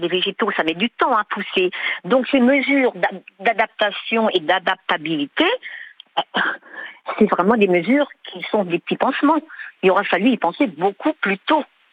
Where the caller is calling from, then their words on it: Rennes, Brittany, France; de Rennes.